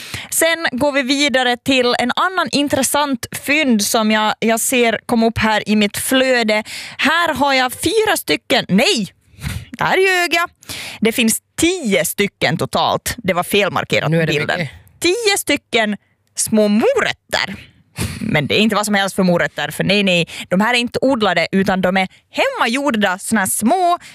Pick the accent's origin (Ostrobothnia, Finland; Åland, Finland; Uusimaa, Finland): Ostrobothnia, Finland; Österbotten, för det är ju min hemtrakt.